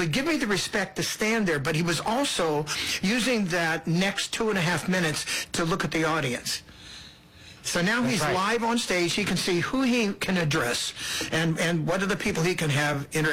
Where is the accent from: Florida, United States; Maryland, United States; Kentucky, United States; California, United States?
California, United States; Sacramento; born or raised there; also born or lived in Los Angeles